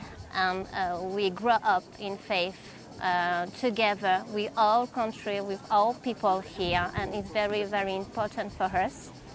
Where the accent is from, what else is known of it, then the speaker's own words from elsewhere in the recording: France; English is a second language; I'm 33 years old and I'm come from Mediterranean island too, and I'm French.